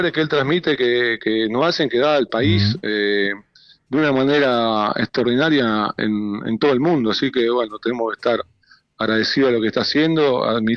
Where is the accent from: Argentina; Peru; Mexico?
Argentina; nosotros somos esos los argentinos